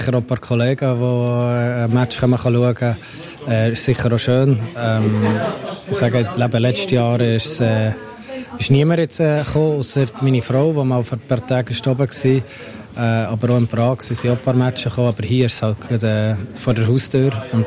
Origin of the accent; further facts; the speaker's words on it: Switzerland; Wir sind hier in Zürich, wir können mit den Leuten im Hotel Schweizerdeutsch reden.